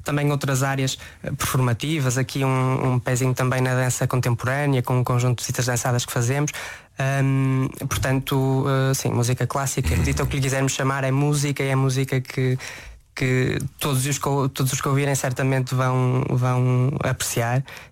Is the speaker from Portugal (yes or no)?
yes; Santo Tirso, Norte, Portugal; moved away as an adult; also born or lived in Geneva, Switzerland; now in Amsterdam, Netherlands; Eu tenho 26 anos, nasci em 2000 em Santo Tirso.